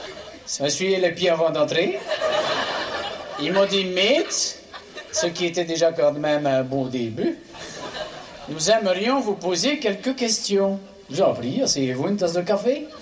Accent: Écaussinnes, Wallonia, Belgium; je suis une fleur de province. Et oui, je suis originaire d'Écossine.

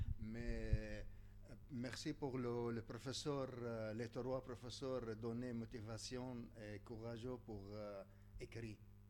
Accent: Syria; French is a second language; now in Belgium; quand j'étais petit en Syrie

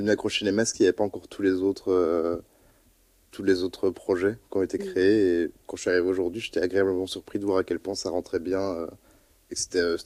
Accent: Couvin, Wallonia, Belgium; moved away as an adult; now in Brussels, Belgium; Moi, de base, je viens de la Wallonie. Je viens un peu du fin fond, dans la région de Couvain. Vraiment la campagne.

